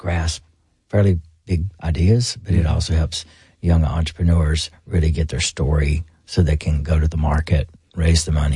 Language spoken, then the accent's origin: English; Boonville, Mississippi, United States; Oh, I grew up in Boonville, Mississippi. Everybody knows everything about everybody. There's only like 8,000 people there in the whole county.